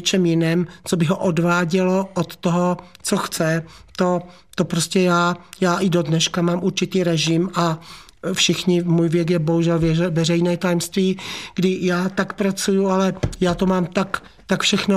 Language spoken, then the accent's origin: Czech; Uherský Ostroh, Zlín Region, Czechia; also born or lived in Víceměřice; tam já jsem vyrůstala, bylo to velmi romantické